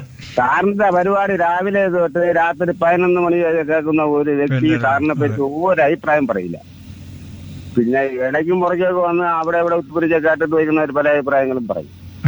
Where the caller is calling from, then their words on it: Azhikode, Kerala, India; ഞാൻ അഴീക്കോട് നിന്നാണ്.